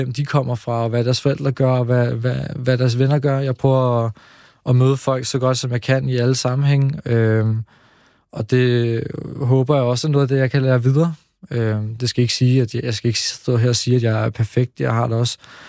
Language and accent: Danish; Slagelse, Zealand, Denmark; also born or lived in Israel; Altså, jeg er vokset op i delvist i Slagelse, hvor at jeg flere gange er blevet enten troet eller jagtet på baggrund af, hvor jeg er fra.